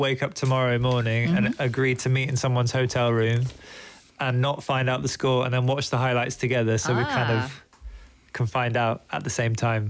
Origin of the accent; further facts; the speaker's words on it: South West England, United Kingdom; now in London, United Kingdom; We're what you'd call country boys. So we're from the West Country. I'm from near Stonehenge